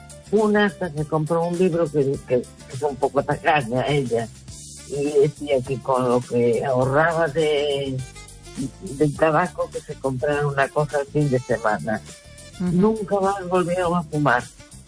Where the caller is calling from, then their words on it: A Coruña, Galicia, Spain; de La Coruña.